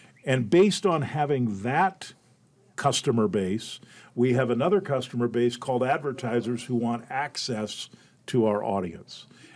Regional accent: Detroit, Michigan, United States; I grew up in Detroit

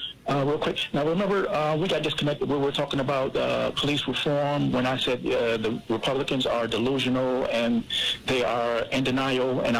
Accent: New York, United States; I'm New Yorker. I'm New York all the way.

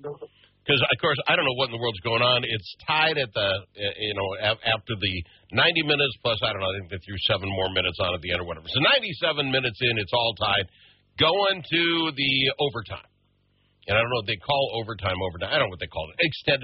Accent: United States; As an American

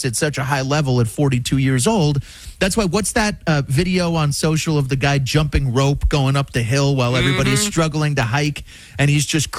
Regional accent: Denver, Colorado, United States; Denver, Emmett, my hometown

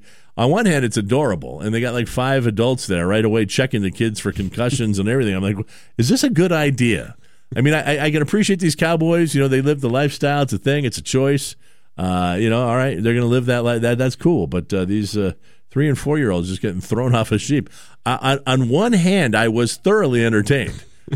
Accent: Canada; I grew up in Canada.

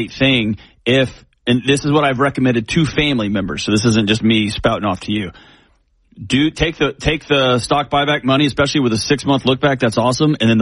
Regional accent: Houston, Texas, United States; I grew up in Houston and had friends and family that worked at Enron.

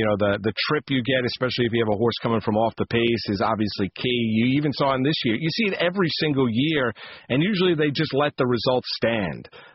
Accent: East Coast, United States; I grew up on the East Coast. I didn't grow up out in Southern California.

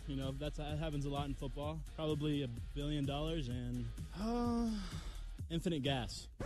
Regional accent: Rock Hill, South Carolina, United States; I'm from Rock Hill, South Carolina, right outside of Charlotte

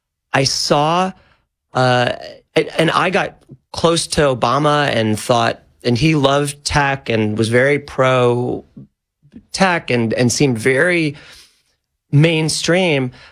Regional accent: Chicago, Illinois, United States; So, yeah, I grew up in Chicago. I was just your basic pragmatic Chicago liberal.

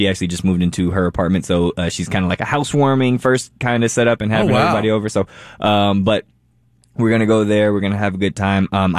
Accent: Stone Mountain, Georgia, United States; also born or lived in Waukegan, Illinois; I've been in Georgia for the majority of my life. I've been here since I was like 5 or 6. I actually went to Stevenson High School, so I'm over in DeKalb County and Stone Mountain.

